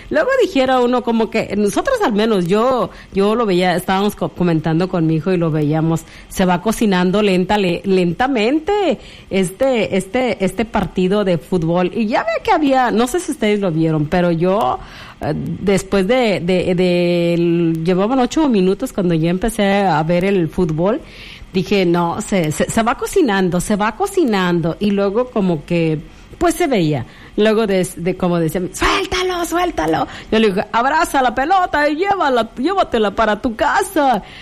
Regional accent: Mexico; now in United States; Yo creo que nosotros como mexicanos traemos la camisa bien puesta

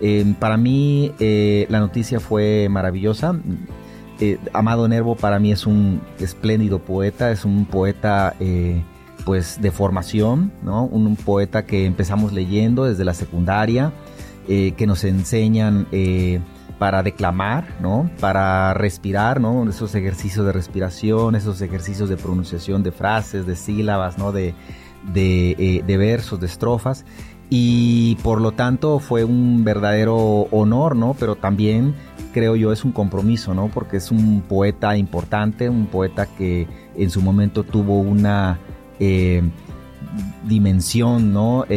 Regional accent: Tuxtla Gutiérrez, Chiapas, Mexico; moved away as an adult; also born or lived in Xalapa, Veracruz; now in United States; Soy originario de Tuxtla Gutiérrez, Chiapas, donde me eduqué, me formé, hice mis primeros estudios. La licenciatura la estudié en la Universidad Veracruzana, en Jalapa.

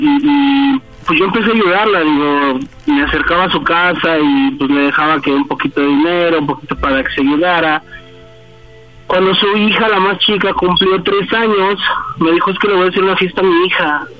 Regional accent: Iztapalapa, Mexico City, Mexico; De 36 años, soy de Iztapalapa.

